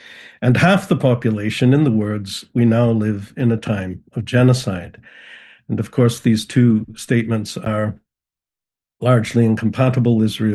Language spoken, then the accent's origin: English; Canada; born there; moved away; I'm a Canadian by birth